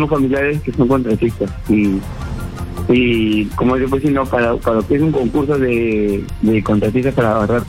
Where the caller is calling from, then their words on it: Manchay, Lima, Peru; de Manchay.